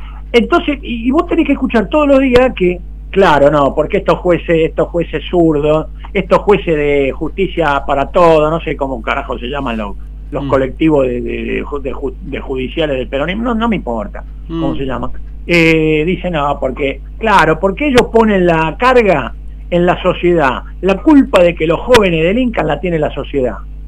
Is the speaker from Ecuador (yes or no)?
no; Argentina